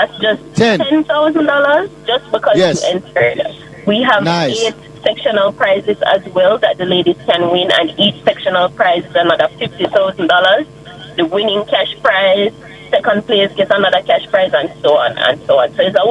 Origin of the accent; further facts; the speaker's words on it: St. James, Jamaica; I'm from St. James.